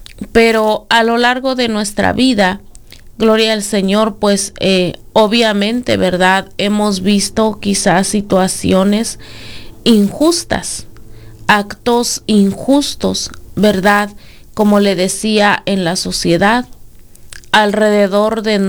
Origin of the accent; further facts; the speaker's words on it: Mexico; moved away; nosotros, pues, obviamente venimos de otro país, somos inmigrantes aquí